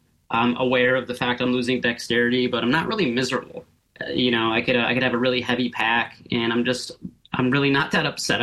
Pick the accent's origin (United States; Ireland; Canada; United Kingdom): United States; Alaska